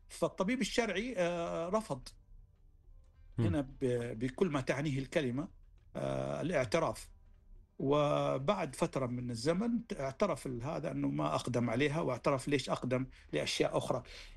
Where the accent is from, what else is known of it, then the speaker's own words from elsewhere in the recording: Saudi Arabia; عندنا في السعودية هنا